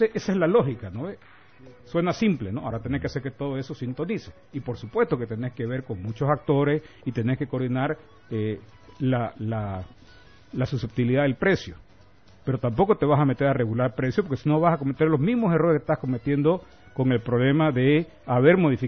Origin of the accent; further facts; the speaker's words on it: Santa Cruz, Bolivia; nosotros como cruceños